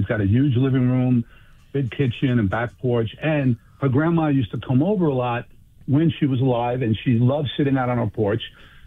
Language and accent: English; New York, United States; I grew up in Queens in New York, every possible religion, ethnic group